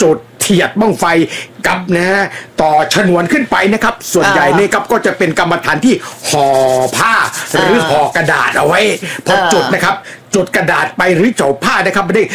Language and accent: Thai; Roi Et, Thailand; บ้านผมเด้งบ้านเกิดของผมนะครับเสาร์อาทิตย์ที่ผ่านมานะครับพึ่งจัดงานบั้งไฟใหญ่เลยนะ